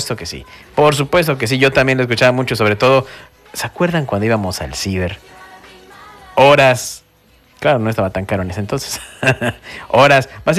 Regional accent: Mexico City, Mexico; now in Campeche, Mexico; ahí en mi pueblo, en la Ciudad de México, pues no es nuevo, es bastante normal, bastante común. Pero en ese entonces, cuando me vengo a vivir aquí a Campeche

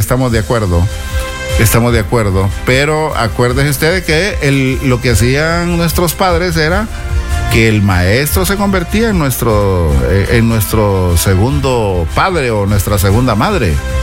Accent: Honduras; pero así somos los hondureños.

